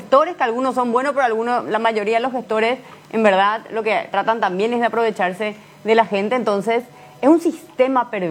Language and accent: Spanish; Asunción, Asunción Capital District, Paraguay; Estamos hablando de una ciudad acotada, somos 117 kilómetros cuadrados, un poco menos de 500.000 habitantes, 150.000 cuentas catastrales.